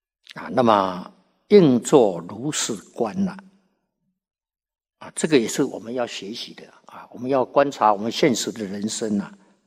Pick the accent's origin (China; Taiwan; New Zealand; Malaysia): China; 我们中国人呐、啊，读了都不懂，你再去翻译给外国人，那外国人他更不懂了。